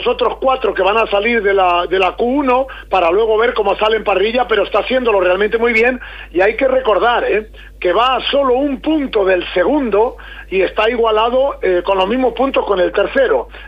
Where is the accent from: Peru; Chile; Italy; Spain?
Spain; Cantabria; siendo cántabro